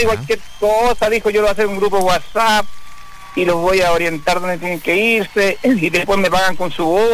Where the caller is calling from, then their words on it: Vallenar, Atacama, Chile; de mi tierra.